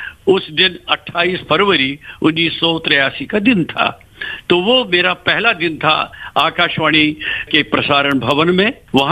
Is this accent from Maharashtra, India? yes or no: no; Srinagar, Jammu and Kashmir, India; moved away as an adult; मैं मूलतः तो मैं कश्मीर से हूँ। मेरे जीवन के जो प्रारंभिक 30 वर्ष हैं वो श्रीनगर कश्मीर में बीते हैं